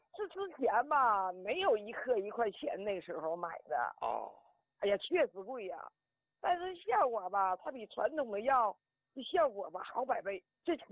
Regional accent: Harbin, Heilongjiang, China; 我家是黑龙江哈尔滨的。

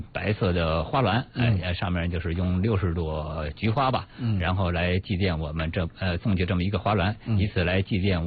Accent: China; 我们中国人民

